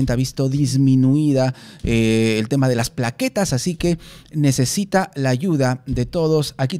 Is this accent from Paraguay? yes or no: no; Peru; Ayudemos, como peruanos generosos que somos, a través de la donación de plaquetas